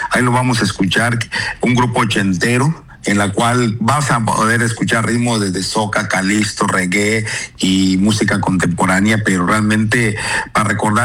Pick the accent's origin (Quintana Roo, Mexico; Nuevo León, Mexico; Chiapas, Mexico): Quintana Roo, Mexico; Chetumal; Otompe Blanco y Chetumal somos una identidad caribeña